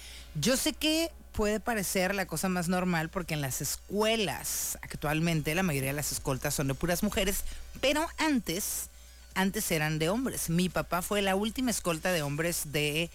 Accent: Mexicali, Baja California, Mexico; Y aquí su amiga que nació en El Cóndor y creció en La Baja. Saludos a estos dos elegantes barrios mexicalenses. Les digo, yo nací en uno y crecí en otro. O sea, crecí una parte en El Cóndor y otra parte en La Baja.

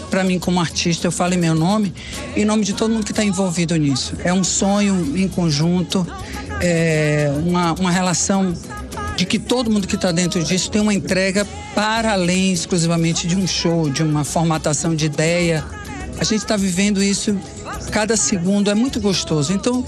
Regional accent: Minas Gerais, Brazil; Mas eu sou muito mineira, mano. Eu sinto que eu sou muito mineira.

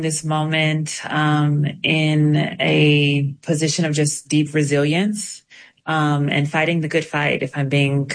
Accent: East St. Louis, Illinois, United States; as a Black trans woman who grew up in the U.S., in East St. Louis, Missouri.

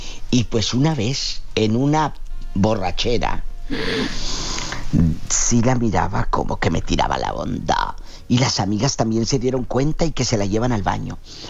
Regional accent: Michoacán, Mexico; Soy de Michoacán, diva.

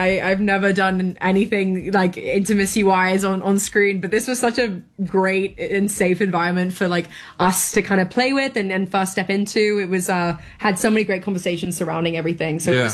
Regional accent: London, United Kingdom; I'm from London

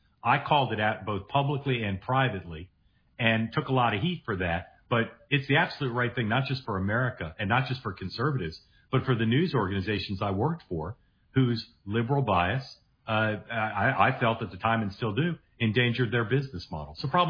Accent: Washington, District of Columbia, United States; now in Manhattan, United States; I grew up in Washington. I've lived in Manhattan almost my entire adult life, and I went to Harvard College, Harvard University.

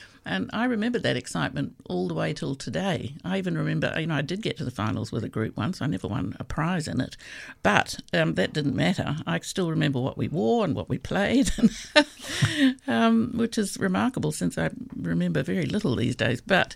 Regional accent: New Zealand; So I grew up in New Zealand, and they have had a secondary school's national competition for about 60 years.

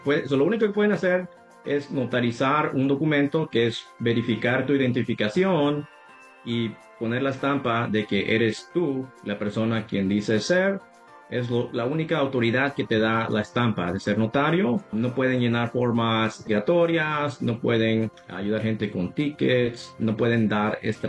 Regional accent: Mexico; now in North Carolina, United States; como yo soy de México

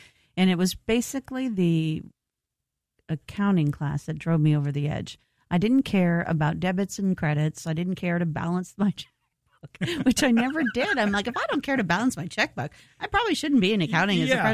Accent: Bartlesville, Oklahoma, United States; born there; I was born in Oklahoma, Bartlesville, Oklahoma, in 1961.

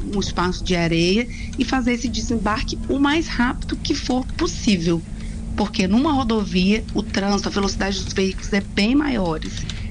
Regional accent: Brasília, Federal District, Brazil; Eu sou de Brasília

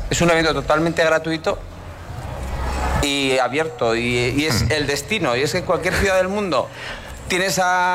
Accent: Pamplona, Navarre, Spain; now in Maspalomas, Spain; Yo soy de Pamplona.

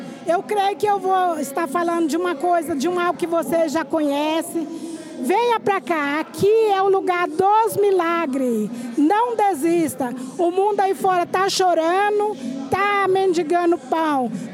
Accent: Goiânia, Goiás, Brazil; Eu sou de Goiânia

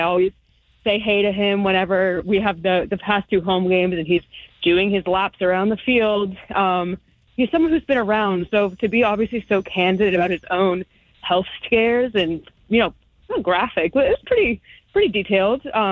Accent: Boston, Massachusetts, United States; also born or lived in Charlottesville, Virginia; I'm from Boston, so we had one around me growing up. I also lived in Virginia for a couple years, and we had one in Charlottesville where I live there too.

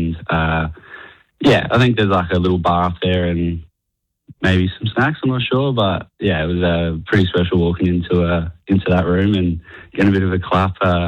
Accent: Adelaide, South Australia, Australia; I'm from Adelaide, so pretty lucky to have a lot of family members there.

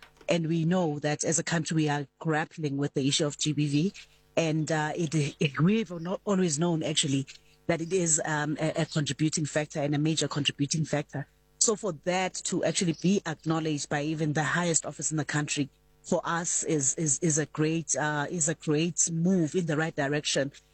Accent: Ekurhuleni, Gauteng, South Africa; I'm also from Ekurhuleni, so I know exactly what you're talking about.

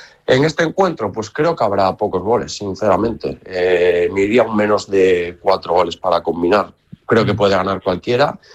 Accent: A Coruña, Galicia, Spain; born there; Yo soy español, nací en Coruña, vivo en un reino, ¿no?, donde gobierna Felipe. Soy español por encima de todo

